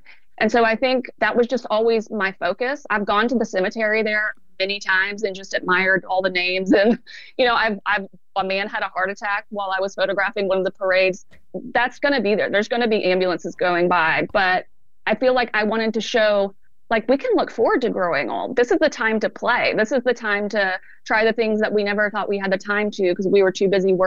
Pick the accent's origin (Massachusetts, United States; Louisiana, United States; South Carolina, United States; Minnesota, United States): South Carolina, United States; now in Georgia, United States; And I'm from South Carolina. I live in Georgia. I'm used to lush green. I'm used to brick houses.